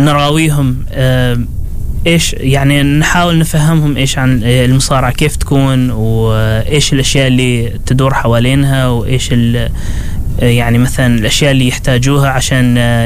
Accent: Oman; هنا عندنا في عمان

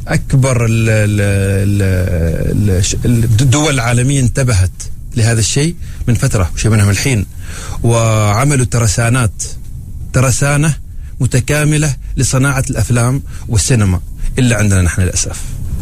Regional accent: Oman; عندنا في عمان

